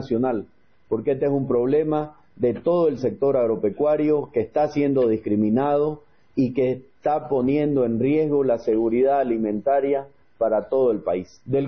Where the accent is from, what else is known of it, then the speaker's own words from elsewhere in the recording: Bolivia; Esas son las medidas que necesitamos como bolivianos.